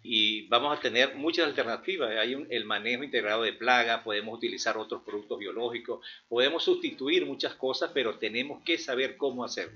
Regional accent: Venezuela; Nosotros como venezolanos

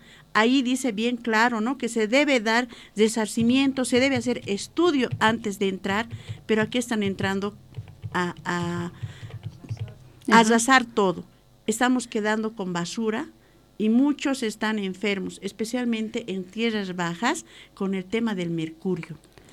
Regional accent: Poopó, Oruro, Bolivia; soy de Popó, venimos también de Oruro

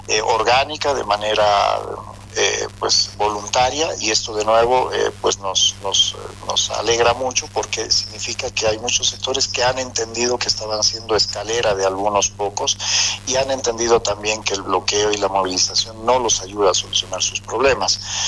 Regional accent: Bolivia; como papás, como bolivianos, sabemos lo duro que ha sido para ellos.

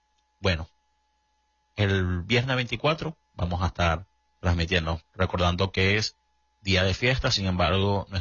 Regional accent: Venezuela

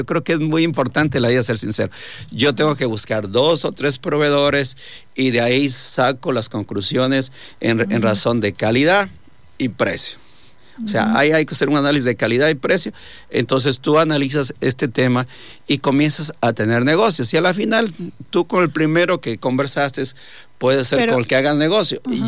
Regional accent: Ecuador; nosotros tenemos el tema como ecuatorianos

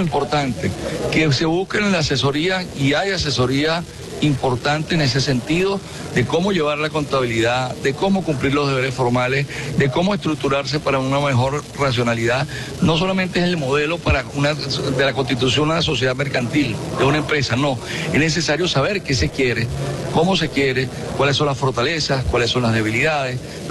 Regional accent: Venezuela

